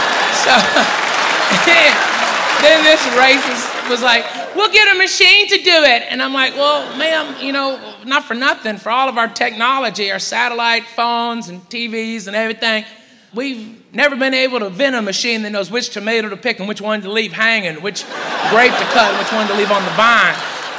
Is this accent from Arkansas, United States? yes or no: yes; Clarksville, Arkansas, United States; moved away as an adult; also born or lived in Chattanooga; now in Texas, United States; I was born in Chattanooga, Tennessee, raised up in a little town in Arkansas called Clarksville, and moved to Texas when I was 18. I mean, I'm Southern as it gets, okay?